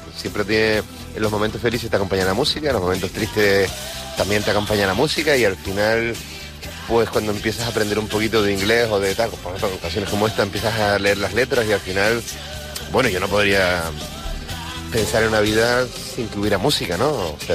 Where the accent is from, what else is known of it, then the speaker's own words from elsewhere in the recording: Teror, Canary Islands, Spain; moved away as an adult; now in La Palma, Spain; yo ahora estoy en La Palma, pero yo soy de Teror, de Gran Canaria, ¿no? Y tuve la suerte de nacer ahí al lado de la finca de Osorio